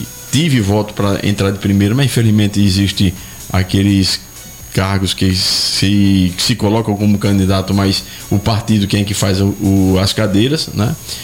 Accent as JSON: {"language": "Portuguese", "town": "Penedo", "region": "Alagoas", "country": "Brazil", "tie": "born or raised there", "said": "Penedo é minha terra, eu quero começar a minha política de lá."}